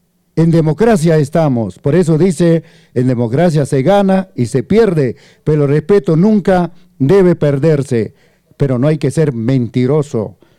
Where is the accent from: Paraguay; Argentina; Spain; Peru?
Peru; todos seguimos siendo peruanos.